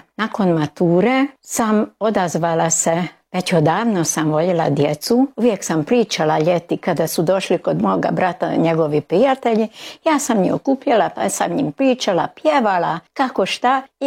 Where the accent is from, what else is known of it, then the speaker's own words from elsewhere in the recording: Udvar, Baranya, Hungary; Ja sam u Udvaru rođena, u onoj kući gdje ćemo i posjetiti.